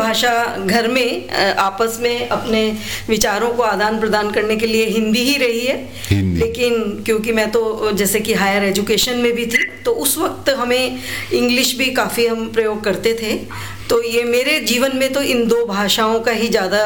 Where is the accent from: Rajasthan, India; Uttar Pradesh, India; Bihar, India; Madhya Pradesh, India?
Rajasthan, India; Jaipur; मैं राजस्थान जयपुर से हूँ और वहाँ की भाषा राजस्थानी है।